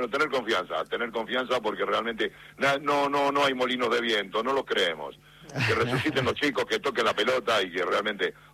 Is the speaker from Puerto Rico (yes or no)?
no; Argentina; now in Spain; Pero evidentemente, Argentina sobre todo. Yo soy argentino y muero por Argentina.